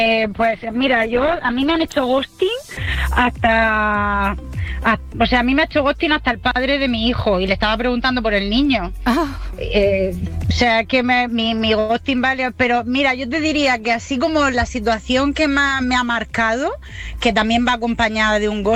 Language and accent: Spanish; Region of Murcia, Spain; now in Granada, Spain; Pero soy murciana.